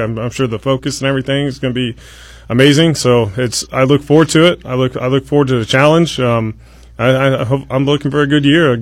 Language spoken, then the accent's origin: English; Auburn, Illinois, United States; from Auburn